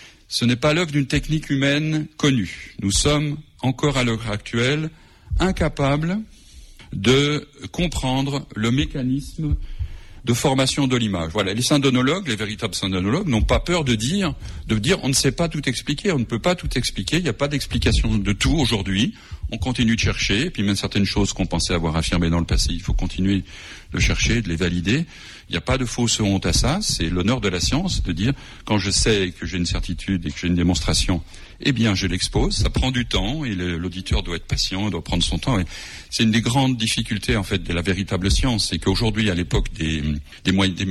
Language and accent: French; Lyon, Auvergne-Rhône-Alpes, France